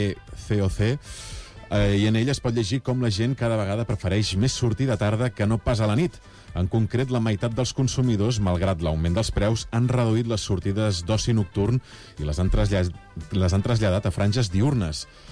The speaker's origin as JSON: {"language": "Catalan", "town": "Reus", "region": "Catalonia", "country": "Spain", "said": "Jo és que soc de Reus i el vermut el duc a la sang."}